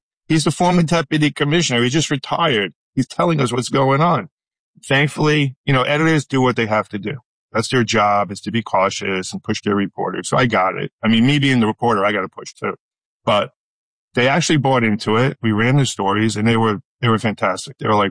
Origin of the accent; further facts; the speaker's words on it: New York, United States; You know, I started out, I'm from New York. I started out at a radio station in New York